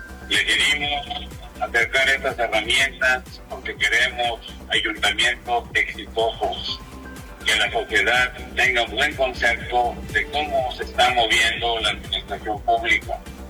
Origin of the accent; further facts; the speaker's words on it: Veracruz, Mexico; Somos compañeros veracruzanos y muchos somos indígenas.